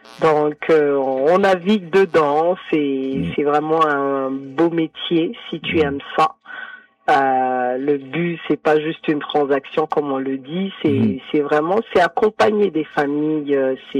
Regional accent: Burundi; Oui, je viens du Burundi. En Afrique de l'Est.

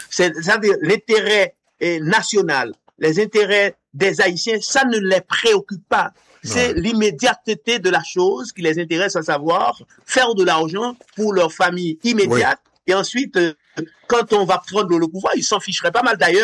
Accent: Haiti; ces gens-là, Pierre Michel l'a dit, ne nous représente pas en tant qu'Haïtien.

